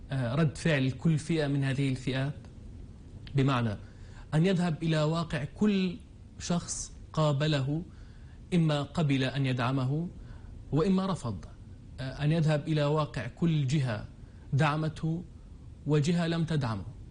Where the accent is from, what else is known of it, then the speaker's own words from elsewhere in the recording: Palestine; ونحن كفلسطينيين يجب أن نكون يعني واقعيين للغاية،